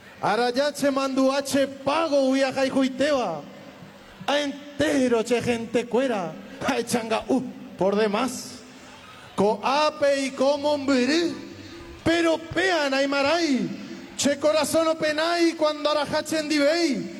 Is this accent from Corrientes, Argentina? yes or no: yes; Corrientes, Argentina; Soy de Corrientes, chamigo.